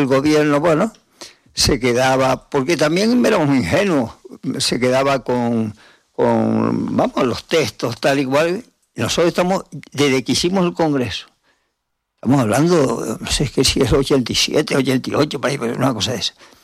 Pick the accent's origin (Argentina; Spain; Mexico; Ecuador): Spain; Guatiza, Canary Islands; Está ahí al ladito de donde yo nací, en Guatiza.